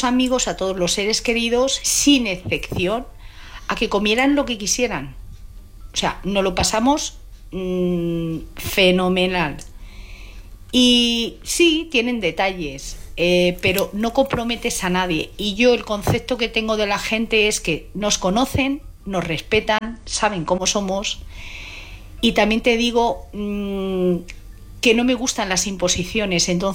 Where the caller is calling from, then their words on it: Madrid, Community of Madrid, Spain; de Madrid.